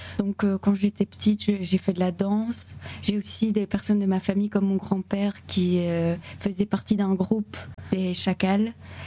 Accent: Luttre, Wallonia, Belgium; je viens de Lutre, donc c'est entre Charleroi voilà. Et Nivelles.

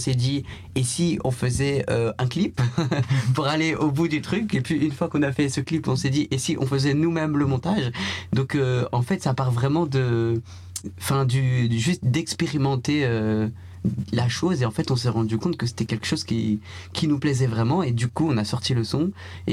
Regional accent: Paris, Île-de-France, France; moved away as an adult; now in Liège, Belgium; moi, je suis de Paris.

